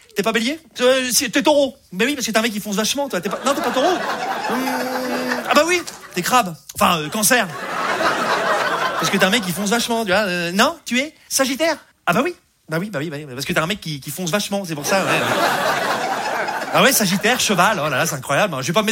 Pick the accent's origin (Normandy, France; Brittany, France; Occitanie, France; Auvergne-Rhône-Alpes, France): Normandy, France; Rouen; je viens de Rouen, voilà, je vous le dis, hein. Je sais pas si vous connaissez un peu Rouen, c'est la Normandie, voilà.